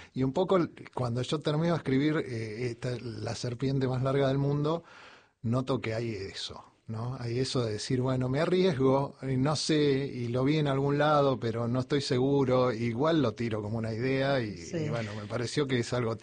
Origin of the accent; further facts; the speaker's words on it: Buenos Aires, Argentina; also born or lived in Mendoza; mendocino, me crié en el Gran Buenos Aires y la mitad de mi vida la llevo viviendo en La Boca.